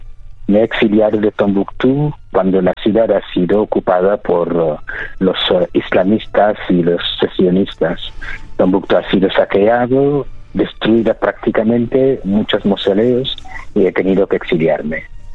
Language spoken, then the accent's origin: Spanish; Mali; en mi tierra, en el desierto y del río Níger